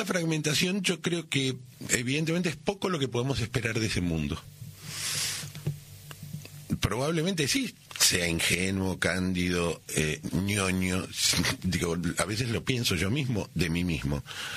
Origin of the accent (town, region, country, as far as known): Argentina